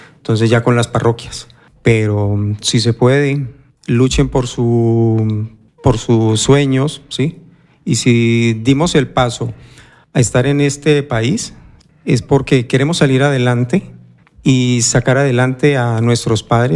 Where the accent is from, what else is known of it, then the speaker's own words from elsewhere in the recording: Cali, Valle del Cauca, Colombia; moved away as an adult; now in Albacete, Spain; vengo de Cali, Colombia. Trabajo aquí en Albacete, en la empresa Decorans.